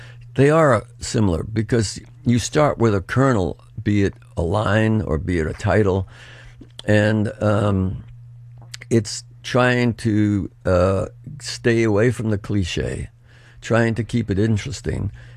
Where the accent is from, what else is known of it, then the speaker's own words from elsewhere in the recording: Bronx, New York, United States; When I was a young kid growing up in the Bronx, my mother would stay up all night reading in this little apartment